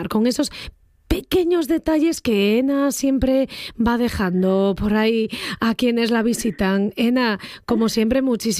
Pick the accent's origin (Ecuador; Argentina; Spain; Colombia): Spain; Asturias; esa es la magia de Asturias, que somos plurilingües.